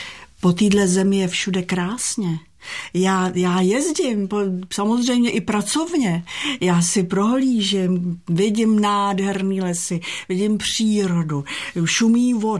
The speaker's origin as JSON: {"language": "Czech", "region": "Prague", "country": "Czechia", "tie": "born or raised there", "said": "Moje maminka je rodilá Žižkovanda. Já jsem se taky narodila na Žižkově. Tatínek byl náplava z Přelouče, že jo."}